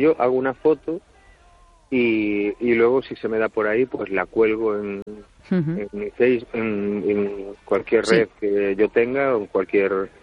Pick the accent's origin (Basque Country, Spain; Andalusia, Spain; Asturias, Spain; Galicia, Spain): Galicia, Spain; Cangas; de cuando vivíamos de mi infancia en Masó, allí en Cangas, que las recuerdo con un cariño.